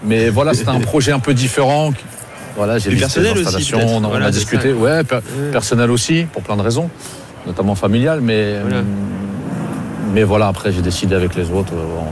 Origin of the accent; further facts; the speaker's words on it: Le Havre, Normandy, France; Nous, on est des Hauts Normands et Caen, c'est en Basse Normandie. Nous, c'est le Havre, le vrai derby, c'est pas le Havre Caen.